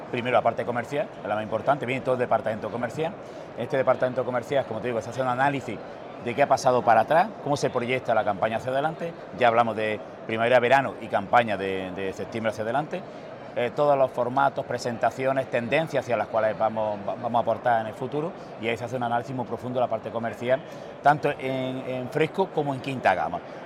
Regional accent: Almería, Andalusia, Spain; Somos una, bueno, no soy, me considero almeriense, tenemos todo el potencial genético en horticultura está en Almería.

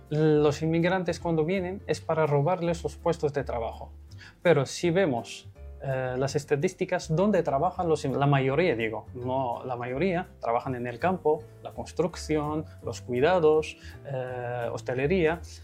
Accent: Morocco; Spanish is a second language; now in Casablanca, Morocco; porque por lo menos en mi país se puede practicar cualquier religión. De hecho, yo en Casablanca vivo más cerca de una iglesia que de una mezquita.

